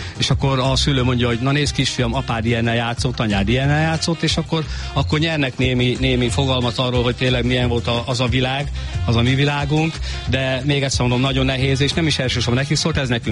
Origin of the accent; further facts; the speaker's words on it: Hungary; én faluról származom, Arásznevelről, az néphagyomány volt